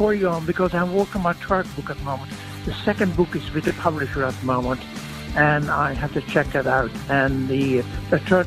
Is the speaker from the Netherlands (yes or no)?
yes; Netherlands; moved away as an adult; I mean, originally I was born in Holland. Holland is a beautiful place. I was brought up down there. I was trained there in graphic arts.